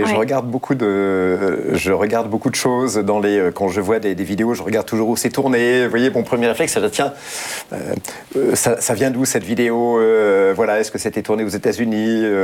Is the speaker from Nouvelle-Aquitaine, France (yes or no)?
yes; Nouvelle-Aquitaine, France; Et je retrouve les joies de mon enfance, sur la Côte Basque et sur le Pays Basque intérieur, ce qui est une région magnifique.